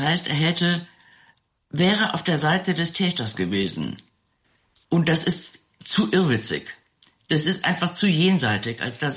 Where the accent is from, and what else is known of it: Rhineland, Germany; born or raised there